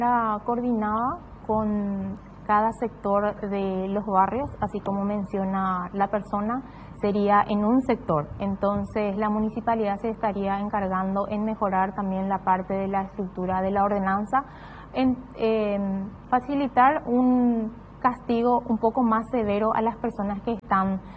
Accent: Paraguay; nos encontramos en una República del Paraguay y somos todos paraguayos

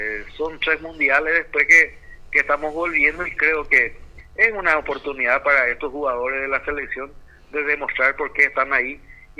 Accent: Paraguay

